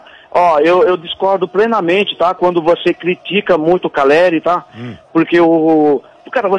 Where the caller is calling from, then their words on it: Cotia, São Paulo, Brazil; Eu falo aqui de Meide em Cotia. Sou de Cotia